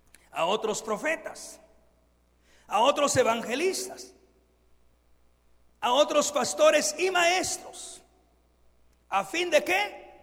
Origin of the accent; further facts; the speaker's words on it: Guatemala; nuestra linda Guatemala